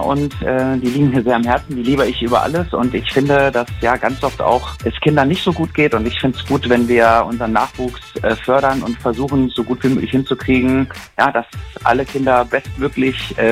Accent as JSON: {"language": "German", "town": "Wolfsburg", "region": "Lower Saxony", "country": "Germany", "tie": "born or raised there", "said": "machen diesmal auch Halt in Wolfsburg, weil es ja irgendwie auch so ein bisschen meine Heimat ist, wo ich herkomme."}